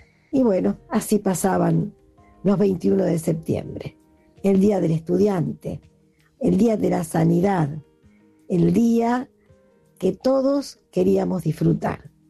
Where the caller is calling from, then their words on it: Colegiales, Buenos Aires, Argentina; de Colegiales.